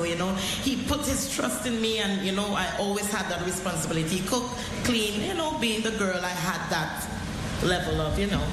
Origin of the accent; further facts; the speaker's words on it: San Fernando, Trinidad & Tobago; I grew up in San Fernando, and you see how you all fanning? It's like this. It's very warm.